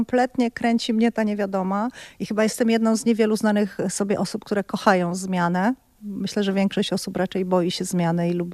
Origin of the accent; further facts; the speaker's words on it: Kalisz, Greater Poland Voivodeship, Poland; born there; also born or lived in Poznań / New York; now in Gdańsk, Poland; Urodziłam się w Kaliszu, w sumie byłam 25 lat w Poznaniu, ponad 7 w Nowym Jorku. Teraz jestem 5. rok w Gdańsku. Myślę, że jednak jestem z Kalisza. Tam jesteśmy, gdzie nasze groby, naszych przodków, tam gdzie ta historia się zaczęła, więc myślę chyba o sobie jako dziewczynie z Kalisza w podróży.